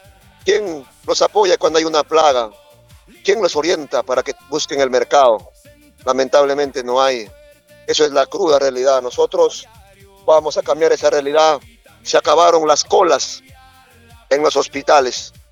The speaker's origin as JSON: {"language": "Spanish", "region": "Ancash", "country": "Peru"}